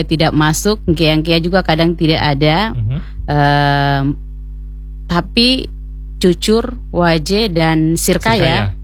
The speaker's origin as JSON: {"language": "Indonesian", "town": "Latompe", "country": "Indonesia", "tie": "born there", "said": "Jadi Latompe itu adalah desa kelahiran saya."}